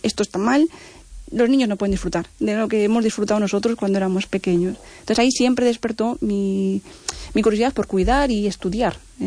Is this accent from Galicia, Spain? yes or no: yes; Vigo, Galicia, Spain; Es en Vigo, cerca del Parque de Castrel